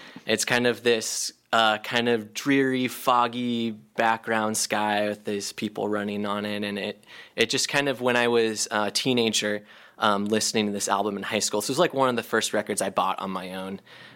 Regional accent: Nevada County, California, United States; born or raised there; now in San Francisco Bay Area, United States

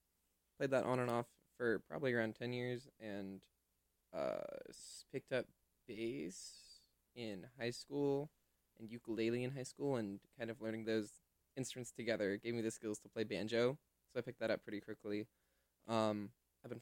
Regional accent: San Jose, California, United States; now in Santa Cruz, United States; Well, I grew up in San Jose, and I came up in the San Jose hardcore scene

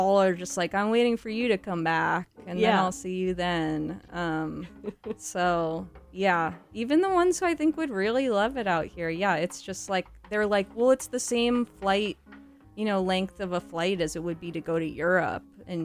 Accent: Newton, Massachusetts, United States; moved away as an adult; now in California, United States; But I'm from Newton.

